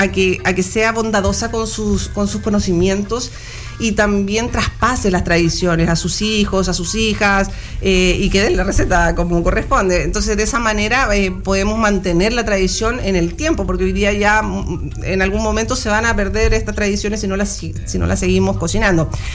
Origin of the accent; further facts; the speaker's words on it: Chiloé, Los Lagos, Chile; now in Los Ángeles, Chile; Yo no soy de Los Ángeles, yo soy chilota. Me casé con un angelino